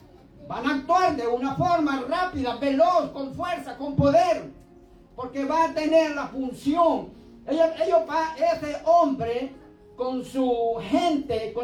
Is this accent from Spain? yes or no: no; El Salvador; yo pasé por la guerra de los 80 en mi país.